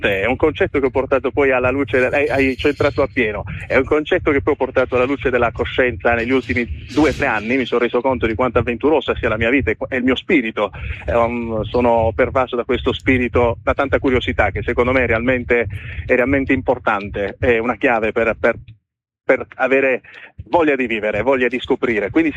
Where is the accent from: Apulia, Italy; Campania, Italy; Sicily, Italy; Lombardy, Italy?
Apulia, Italy; Bari; io sono barese come dicevo prima